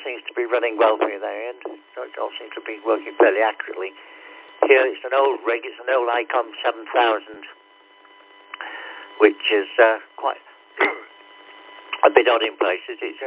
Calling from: Broadmayne, South West England, United Kingdom; I'm just inland from Weymouth in a village called Broadmain, and I'm running from upstairs shack down into a hotspot down in the hall.

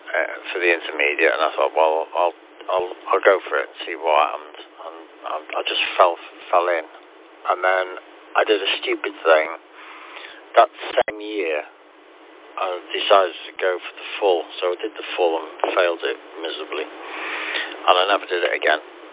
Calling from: Liverpool, North West England, United Kingdom; because I come from Liverpool.

